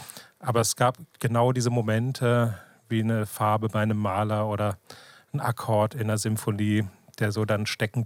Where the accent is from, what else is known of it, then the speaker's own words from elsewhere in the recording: Hesse, Germany; Ich bin aus der Mainz-Frankfurter Ecke.